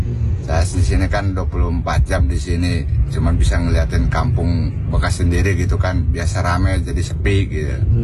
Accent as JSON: {"language": "Indonesian", "town": "Somang", "region": "Banten", "country": "Indonesia", "tie": "born or raised there", "said": "Kan kelahiran saya kan di sini gitu ya. kampung saya kan di sini juga gitu. Sedih gitu, banyak kenangannya gitu di sini tuh."}